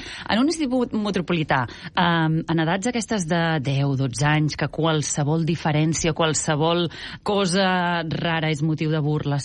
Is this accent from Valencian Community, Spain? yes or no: no; Torroella de Fluvià, Catalonia, Spain; born there; Jo vaig néixer a Torroella Fluvià, que és un poblet de l'Alt Empordà, en un veïnat molt petit que es diu Sant Tomàs de Fluvià